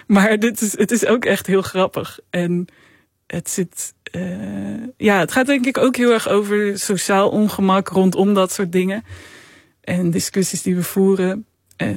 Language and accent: Dutch; Netherlands; En wij als Nederlanders die daarheen gaan.